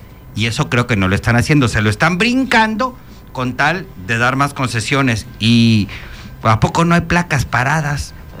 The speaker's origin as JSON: {"language": "Spanish", "town": "Chetumal", "region": "Quintana Roo", "country": "Mexico", "said": "las cosas que nos hacemos entre chetumaleños."}